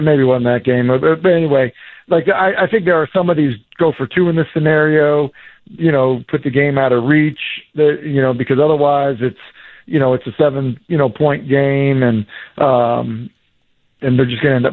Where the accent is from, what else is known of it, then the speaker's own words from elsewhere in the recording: New England, United States; now in Tennessee, United States; growing up in New England, like, you drive 30 minutes and you get to every game, right?